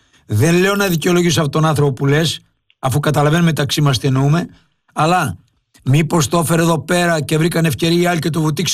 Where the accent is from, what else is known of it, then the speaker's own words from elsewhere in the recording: Englouvi, Ionian Islands, Greece; moved away; Εγώ είμαι από Εγκλουβί.